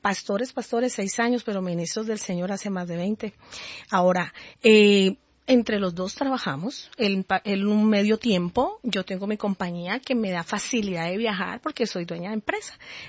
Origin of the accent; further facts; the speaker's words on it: Colombia; soy una mujer colombiana